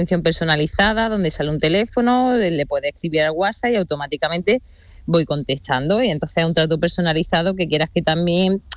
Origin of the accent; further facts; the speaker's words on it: Dúrcal, Andalusia, Spain; también porque vengo del mundo rural, yo soy de un pueblo, soy de Durcal, de Granada, del Valle del Lecrín, y mis padres tenían casas rurales, ¿eh?